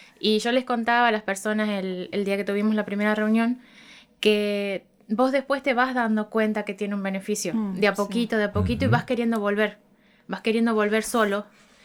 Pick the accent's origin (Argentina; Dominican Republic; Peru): Argentina; Jujuy; Yo soy de Jujuy